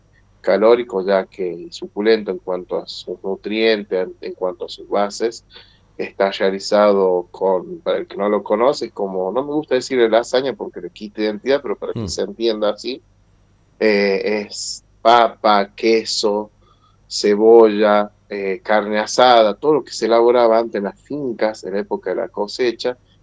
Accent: Belén, Catamarca, Argentina; Yo nací, bueno, en capital, en San Fernando del Valle, pero me considero totalmente belicho de que viví toda mi vida acá. Es mi tierra, la tierra que me vio crecer, de donde surgí, así que sí, de la ciudad de Belén.

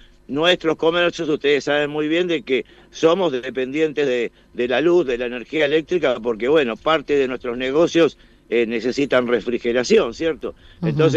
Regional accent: Morón, Buenos Aires Province, Argentina; yo soy de Morón, estoy en el conurbano

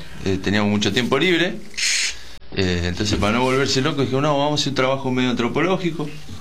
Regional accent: Ranelagh, Buenos Aires Province, Argentina; born there; Yo nací en Ranerac.

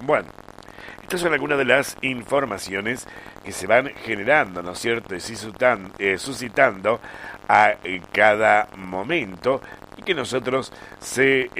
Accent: Melo, Córdoba, Argentina; born there; moved away; vinimos de la escuela de Melo

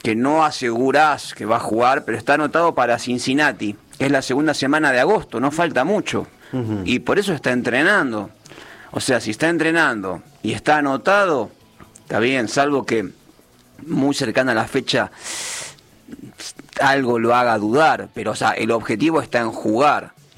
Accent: Argentina; al margen de que somos argentinos y nos puede caer antipático

